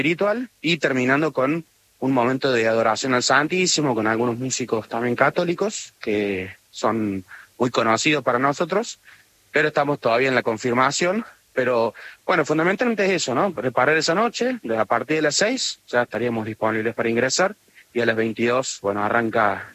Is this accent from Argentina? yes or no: yes; Córdoba, Argentina; creo que eso nos va a hacer mucho bien como cordobeses y como argentinos.